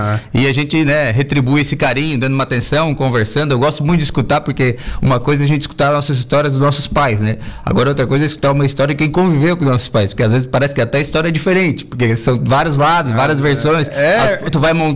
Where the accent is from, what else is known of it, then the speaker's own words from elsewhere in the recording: Araranguá, Santa Catarina, Brazil; also born or lived in Turvo, Santa Catarina / Florianópolis; Me criei lá no Arroio. Nasci no Turvo, mas me criei lá no Arroio, né? Então vivia toda a minha juventude aqui em Araranguá, até os 17 anos, né?